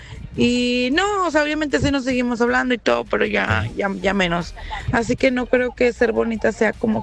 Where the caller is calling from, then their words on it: Reynosa, Tamaulipas, Mexico; Menciono que yo soy de Reynosa. Cuando iba en esa etapa, iba en el TEC, aquí en Reynosa, en la universidad.